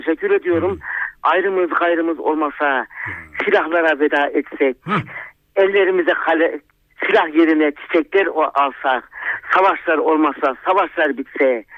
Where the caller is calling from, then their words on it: Çorum, Turkey; Ben Çorum Merkez'den arıyorum.